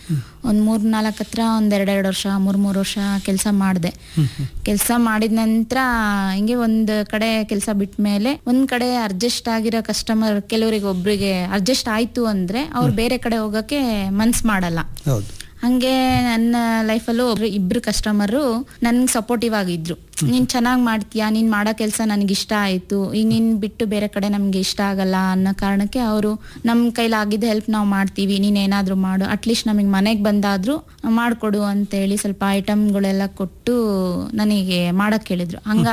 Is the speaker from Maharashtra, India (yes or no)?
no; Chitradurga, Karnataka, India; also born or lived in Shivamogga; now in Medehalli, India; Sir, ನಾನು ಹುಟ್ಟಿದ್ದು ಶಿವಮೊಗ್ಗ, ಬೆಳೆದಿದ್ದೆಲ್ಲ ಚಿತ್ರದುರ್ಗಾನೇ, ಇಲ್ಲೇ ಇರೋದು ಸರ್. ಈಗ ಮೆದೇಹಳ್ಳಿ ವಾಸವಾಗಿದ್ದೀವಿ ಸರ್.